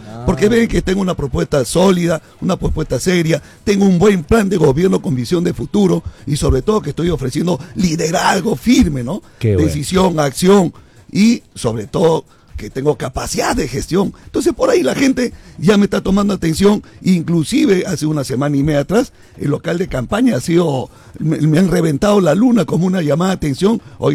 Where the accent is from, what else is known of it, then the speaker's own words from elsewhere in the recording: Iquitos, Loreto, Peru; born there; now in Piura, Peru; Y yo he nacido realmente en la ciudad de Iquitos el 7 de abril del año 1969.